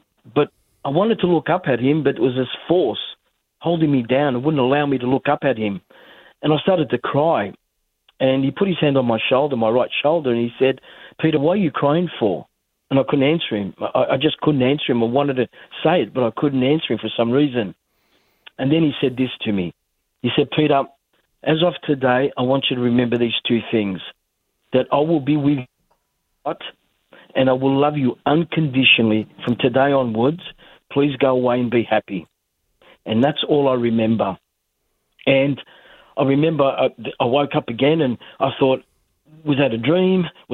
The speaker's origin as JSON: {"language": "English", "town": "Newcastle", "region": "New South Wales", "country": "Australia", "tie": "born or raised there", "moved": "as an adult", "lives_now": "Sydney, Australia", "said": "Yes, I was born in Newcastle, and so I'm a Novocastrian like yourself"}